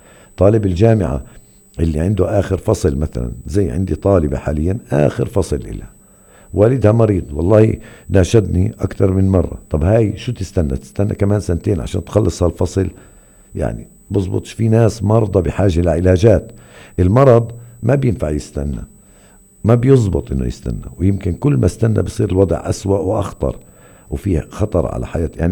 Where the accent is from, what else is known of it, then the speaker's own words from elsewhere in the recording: Palestine; عندنا بفلسطين